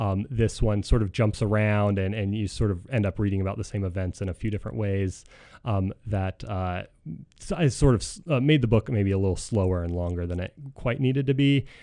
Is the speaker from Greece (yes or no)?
no; Utah, United States; growing up in Utah and going to school here.